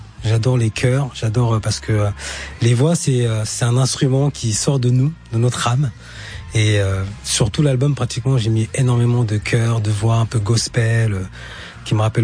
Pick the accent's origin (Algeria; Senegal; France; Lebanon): Senegal; first language Jahanka; French is a second language; Non, normal, c'est ma langue maternelle, parce qu'au Sénégal, c'est le Wolof.